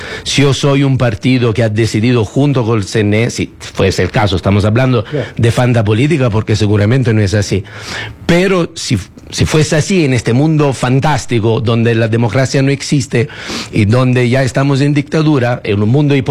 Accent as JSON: {"language": "Spanish", "country": "Ecuador", "said": "yo soy un ecuatoriano"}